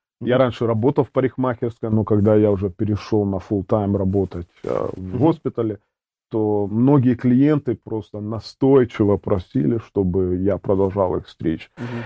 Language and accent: Russian; Mariupol, Donetsk Oblast, Ukraine; Родился я на Украине, город Мариуполь. Наверное, будет даже точнее сказать Донецкая область.